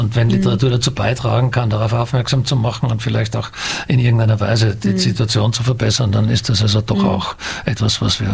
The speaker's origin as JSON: {"language": "German", "town": "Graz", "region": "Styria", "country": "Austria", "said": "Ich bin Grazer"}